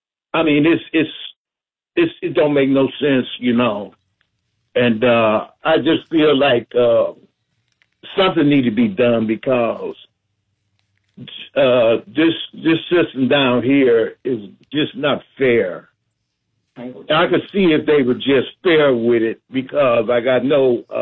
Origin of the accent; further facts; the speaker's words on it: Cleveland, Ohio, United States; now in Painesville, United States; I'm from Cleveland.